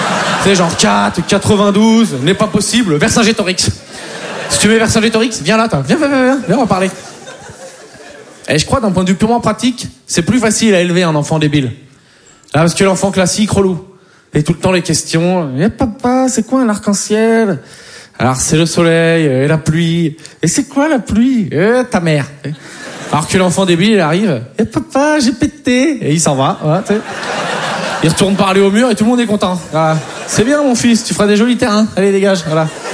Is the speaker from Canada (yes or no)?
no; Poitiers, Nouvelle-Aquitaine, France; Mais bon, moi, je viens de Poitiers, j'ai un pote, c'est un Kiki.